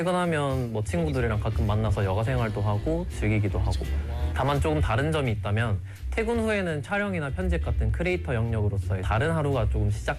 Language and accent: Korean; Busan, South Korea; 저는 부산에서 태어나고 자란 것도 부산 토박인데 대학생 때 인턴이랑 이제 군생활, 군복무 기간을 제외하면 거의 평생을 부산에서 살아왔습니다.